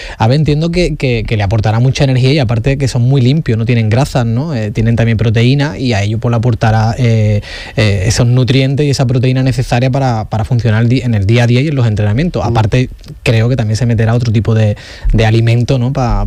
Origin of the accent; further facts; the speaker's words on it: Dos Hermanas, Andalusia, Spain; En Dos Hermanas, mi pueblo, sí.